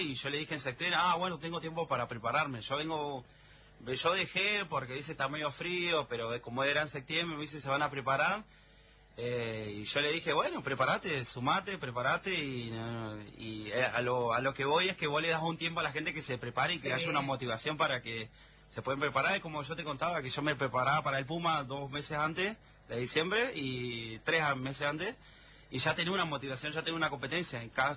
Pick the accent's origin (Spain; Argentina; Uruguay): Argentina; Así somos los argentinos, hijos del rigor.